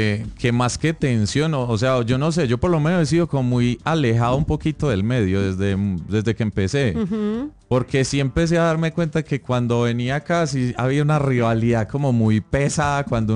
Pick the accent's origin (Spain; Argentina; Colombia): Colombia; Antioquia; moved away; sentía que era que me lo decían como por paisa